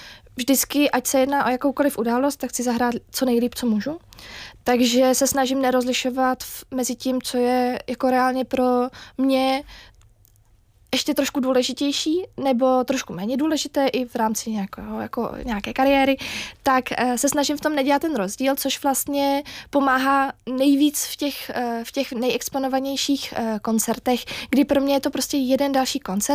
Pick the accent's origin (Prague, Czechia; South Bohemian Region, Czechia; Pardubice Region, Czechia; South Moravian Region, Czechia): Prague, Czechia